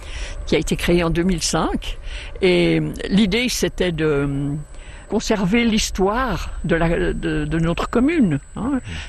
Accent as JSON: {"language": "French", "town": "Vouvry", "region": "Valais", "country": "Switzerland", "said": "Non, on est valaisan."}